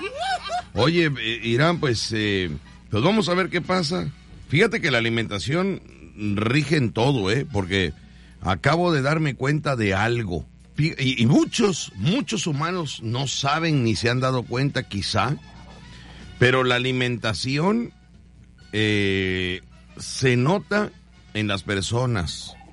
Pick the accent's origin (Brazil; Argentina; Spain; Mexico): Mexico; No, yo le voy a México, yo soy mexicano, de acá, de este lado, yo soy mexicano, así